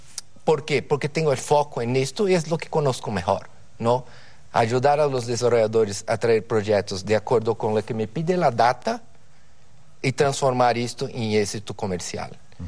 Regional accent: Brazil; Spanish is a second language; moved away as an adult; now in Mexico; Mira, soy de Brasil.

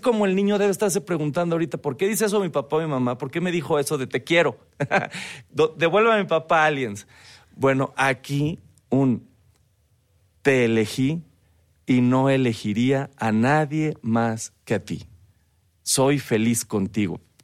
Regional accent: Mexico; Mexicanos somos, hispanoamericanos

